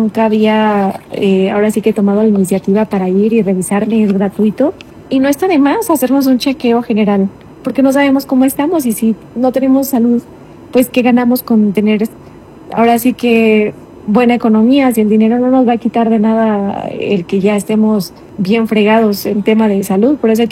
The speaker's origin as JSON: {"language": "Spanish", "country": "Mexico", "said": "y esto no por ofendernos a nosotros mismos como mexicanos, pero creo que es muy cultural de ir al médico cuando ya de plano tenemos la enfermedad avanzada."}